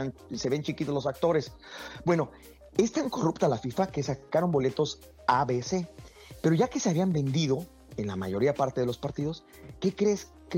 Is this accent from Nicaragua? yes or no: no; Mexico; en México, y te lo digo porque soy mexicano